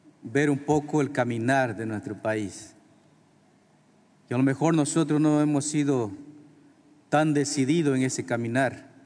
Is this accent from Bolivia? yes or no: yes; Bolivia; por este 200 años fundación de nuestra patria Bolivia.